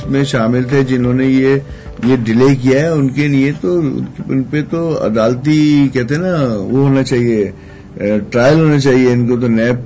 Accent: Karachi, Sindh, Pakistan; جو کراچی میں میری تو پیدائش بھی کراچی کی, پڑھائی سب کچھ کراچی میں ہی کیا, لڑپن جوانی سب کچھ

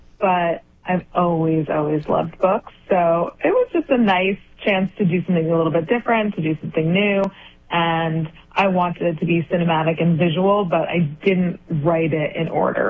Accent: Connecticut, United States; moved away as an adult; now in California, United States; I'm actually from Connecticut, but I moved out in 2005, so I've been here a very long time now.

